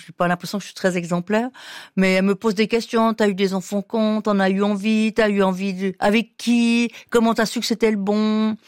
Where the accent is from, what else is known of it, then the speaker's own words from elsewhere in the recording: Valais, Switzerland; accent: Valais accent; now in Lausanne, Switzerland; un côté pegnaude avec l'accent valaisan.